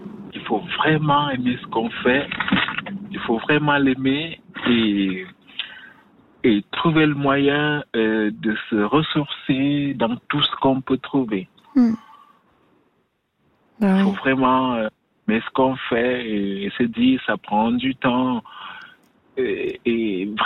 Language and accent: French; Cameroon; Je suis un Camerounais d'origine. Et dans mon enfance, on n'a pas toujours eu ce qu'on veut.